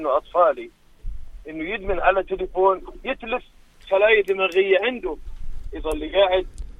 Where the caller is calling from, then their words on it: Jordan; انا من الناس الوحيد يمكن بالاردن ما عندي نت في البيت.